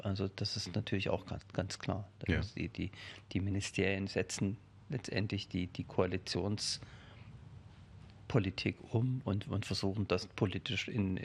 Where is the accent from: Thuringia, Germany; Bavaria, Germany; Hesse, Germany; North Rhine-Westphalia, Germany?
Thuringia, Germany; Hirschberg; moved away as an adult; also born or lived in Schleiz / Jena; Also bin gebürtiger Thüringer, bin 1965 in Hirschberg an der Saale geboren, im südöstlichsten Zipfel Thüringens, kann man sagen, genau an der Grenze zwischen Bayern, Thüringen und Sachsen. Bin ja Thüringer Vogtländer